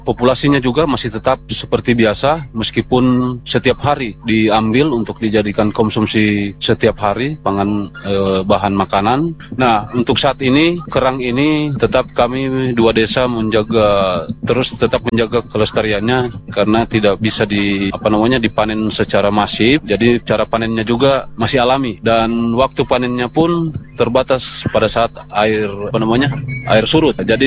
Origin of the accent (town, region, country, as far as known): Buol, Central Sulawesi, Indonesia